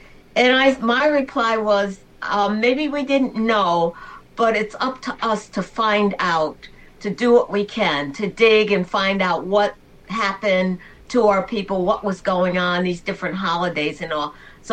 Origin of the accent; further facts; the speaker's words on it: Chatham, New York, United States; I'm a member of Painting Me Church in Chatham, associate minister there. And I grew up in Chatham